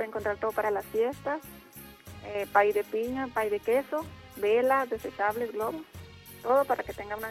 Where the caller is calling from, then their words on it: Mexico; nosotros vivimos acá en la calle Trillas, acá en la calle, en la colonia Centro.